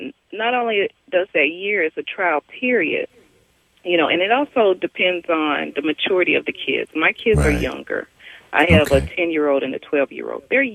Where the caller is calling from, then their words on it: Fayetteville, North Carolina, United States; I'm calling from Fayetteville, North Carolina.